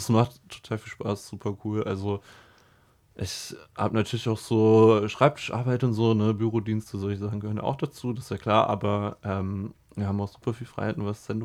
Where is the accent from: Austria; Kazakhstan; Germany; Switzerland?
Germany; Heidelberg, Baden-Württemberg; born or raised there